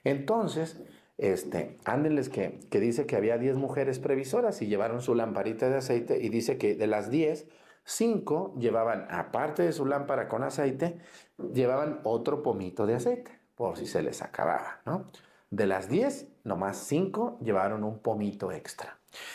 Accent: Mexticacán, Jalisco, Mexico; moved away; Cuando yo era niño, allá en mi pueblo, en Mexicacán, había una tienda.

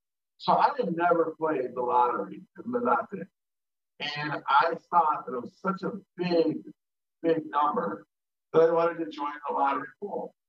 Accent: United States; Here's this American, I'm an American, right? Winning the lottery in Mexico

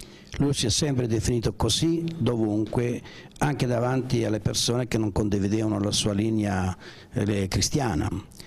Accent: Civitanova Marche, Marche, Italy; Sono da Civitanova

